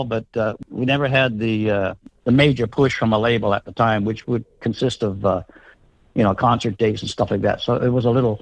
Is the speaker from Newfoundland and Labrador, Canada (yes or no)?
yes; Terra Nova, Newfoundland and Labrador, Canada; out where I was born and raised in Terra Nova, we've always had fire danger out there. There's a lot of woods and stuff like that.